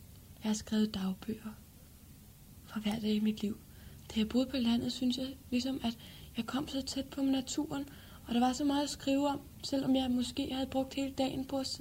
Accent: Zealand, Denmark; Jeg er opvokset ude på landet, sammen med min far og mor og mine tre søskende. Ja, det var oppe midt i Sjælland.

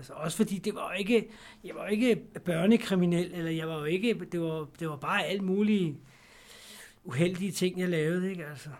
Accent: Vangede, Capital Region of Denmark, Denmark; also born or lived in Copenhagen; Jeg er opvokset i Vanget.

